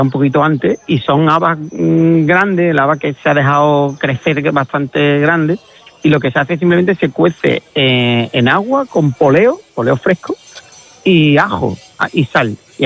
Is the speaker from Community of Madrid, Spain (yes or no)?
no; Villalba, Andalusia, Spain; mi pueblo está a 40... Yo digo que Villalba está a 40 kilómetros de todo, porque está a 40 kilómetros de Huelva capital, está a 45 de Sevilla, está a 42 del Rocío